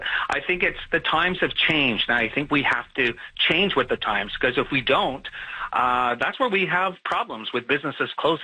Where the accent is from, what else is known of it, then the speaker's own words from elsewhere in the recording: Winnipeg, Manitoba, Canada; now in Toronto, Canada; I'm originally from Winnipeg, so I always look at Toronto as the major hub of everything